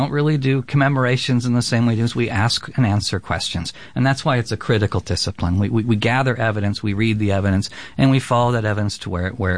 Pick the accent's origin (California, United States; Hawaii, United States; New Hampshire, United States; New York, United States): California, United States; because I grew up in California with Father Sarah, Jimper Sarah, and it has now been canonized.